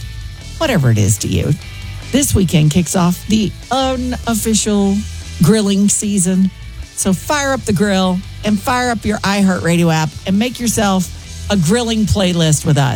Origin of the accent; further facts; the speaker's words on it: the South, United States; I grew up in the South, so for me, barbecue was the action of grilling something.